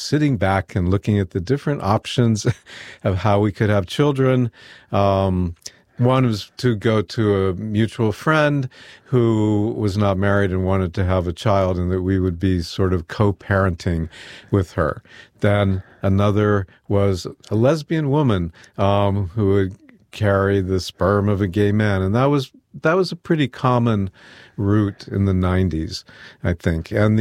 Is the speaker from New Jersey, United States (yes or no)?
no; Wilkes-Barre, Pennsylvania, United States; growing up in Wilkes-Barre in the 50s and 60s was, you know, there was the extreme of don't ask, don't tell, I suppose I would say.